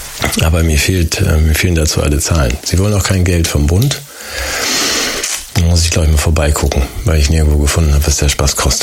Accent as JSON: {"language": "German", "country": "Germany"}